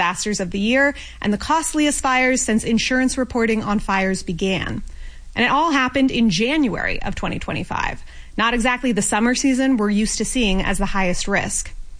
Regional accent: California, United States; now in Atlanta, United States; it's been 8 years since I moved to Atlanta and 9 years since I left my home state of California.

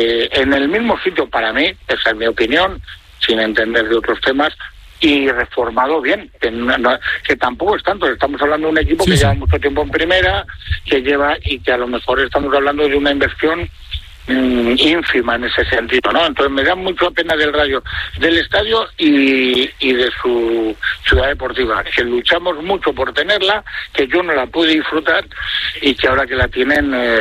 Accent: Valladolid, Castile and León, Spain; yo soy un pucelano blanquivioleta de Valladolid, moriré siendo así

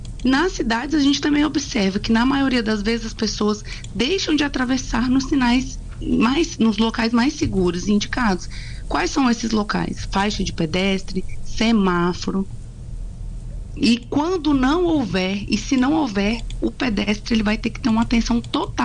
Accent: Brasília, Federal District, Brazil; moved away as an adult; now in Espírito Santo, Brazil; Eu sou de Brasília, né? Eu não sou daqui do estado.

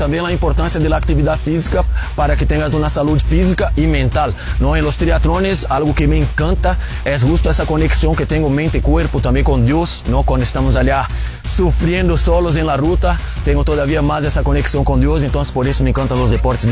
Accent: Brazil; Spanish is a second language; moved away as an adult; now in Mexico City, Mexico; Yo soy brasileño, como escucharon, llevo 20 años en México.

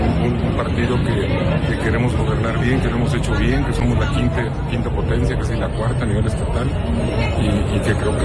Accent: Salamanca, Guanajuato, Mexico; Yo porque soy de Salamanca y lo digo, y soy de Salamanca.

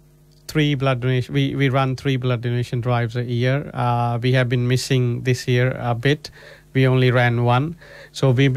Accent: Chandigarh, India; moved away; I'm originally from India, north part of India. 250 km up north from New Delhi, and this beautiful place called Chandigarh.

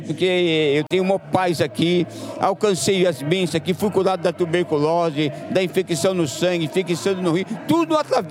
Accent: Pernambuco, Brazil; now in São Paulo, Brazil

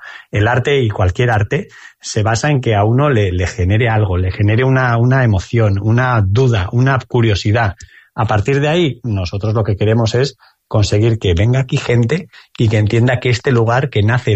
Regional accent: San Sebastián, Basque Country, Spain; Yo soy donostiarra

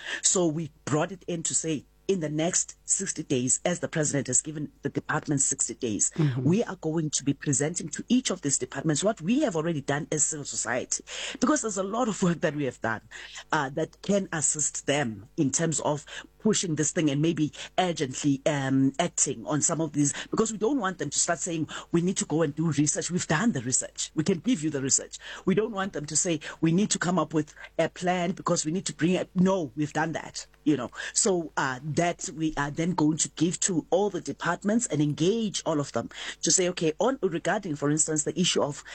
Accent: South Africa

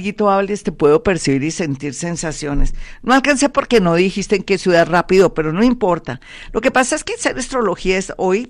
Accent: Colombia; como buena colombiana que somos

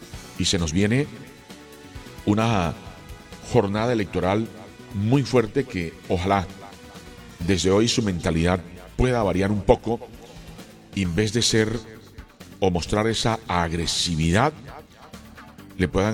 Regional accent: Colombia; le hablo como colombiano

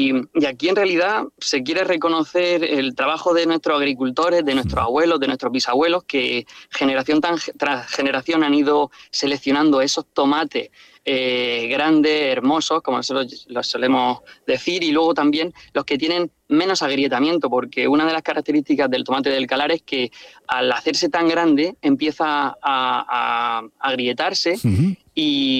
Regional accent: Region of Murcia, Spain; moved away as an adult; los que somos del Calar y por cuestiones laborales tenemos que vivir fuera y llegamos los viernes deseando entrar al pueblo y los domingos llorando por marcharnos

